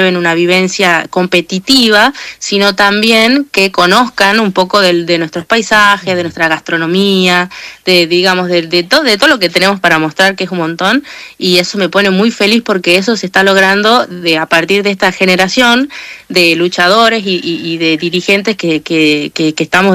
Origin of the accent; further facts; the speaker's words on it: northern Argentina, Argentina; O no pareces argentina, y en realidad es porque soy norteña